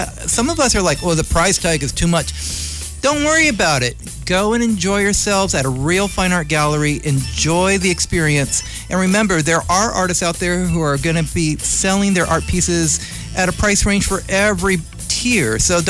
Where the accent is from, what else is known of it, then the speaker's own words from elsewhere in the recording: California, United States; now in Vallejo, United States; I'm Californian. And when they really poke me, I say I'm Chicano redneck